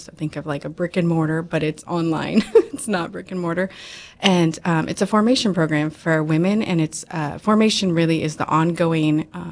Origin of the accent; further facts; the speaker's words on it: Illinois, United States; moved away as an adult; now in Fargo, United States; I am originally from Illinois, and then 6 years ago, my husband and I moved to Fargo.